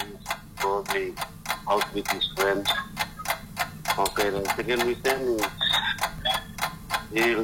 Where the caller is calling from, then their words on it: Port Moresby, National Capital District, Papua New Guinea; I'm calling from Waigani.